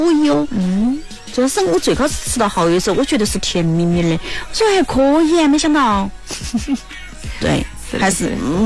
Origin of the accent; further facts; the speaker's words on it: Jiangjin, Chongqing, China; 我们江津